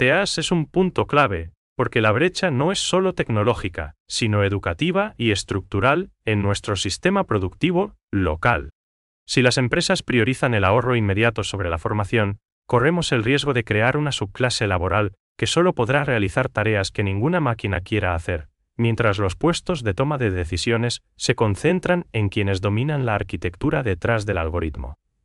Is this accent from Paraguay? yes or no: yes; Paraguay; que solo nosotros como paraguayos poseemos.